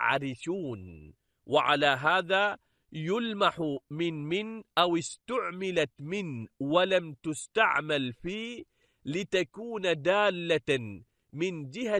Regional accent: Oman; واللغتان مستعملتان عندنا في عمان.

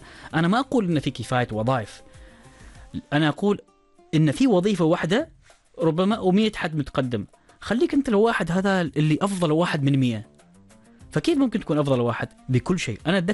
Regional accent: Oman; هل أنا كبنت عمانية خريجة أحط صورتي في اللينكدين أم لا

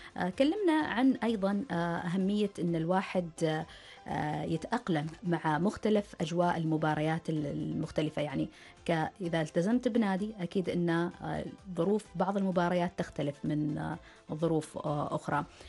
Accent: Oman; عندنا في سلطنة عمان

